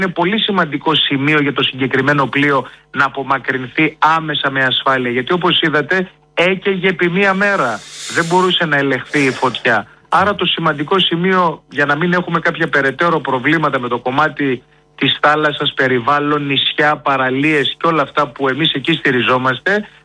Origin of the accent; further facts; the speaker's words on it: Naxos, South Aegean, Greece; σκεφτείτε ότι εγώ λόγω ότι είμαι και από την Άξο και τότε που θυμάμαι καλά ήμουνα στο δημοτικό